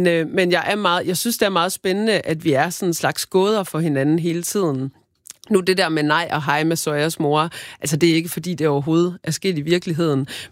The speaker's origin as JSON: {"language": "Danish", "town": "Aarhus", "region": "Central Denmark Region", "country": "Denmark", "said": "jeg er jo fra Aarhus og har selv spillet fodbold, da jeg var barn"}